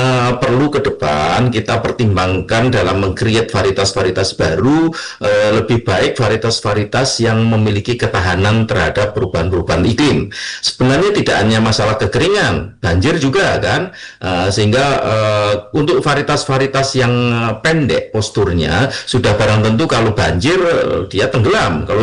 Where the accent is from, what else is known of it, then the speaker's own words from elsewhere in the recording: Blora, Central Java, Indonesia; Karena saya berasal dari Blora, Bu Puji. Saya ingat betul ketika musim kemarau, ya pasti harus nyari air lah. Harus berjalan, kadang-kadang berjalan 1-2 kilo untuk nyari air kan, karena Blora wilayah kering.